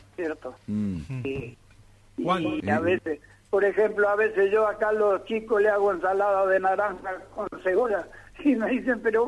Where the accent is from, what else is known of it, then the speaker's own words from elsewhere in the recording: Italy; now in Argentina; Y agradezco a Argentina, uh-huh. agradezco a Argentina que me cobijó cuando vine y por eso le enseñé a mis hijos a amar a dos patrias